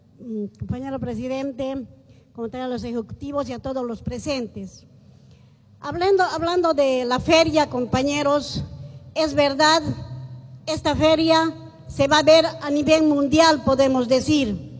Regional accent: Bolivia; pero para eso estamos nosotros como buenos soldados bolivianos

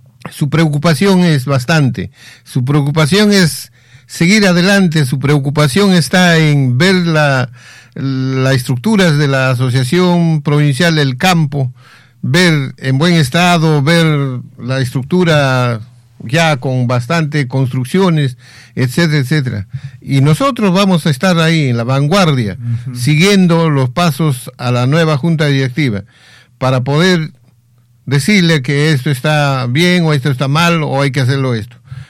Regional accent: Oyón, Lima, Peru; Soy de Ollón

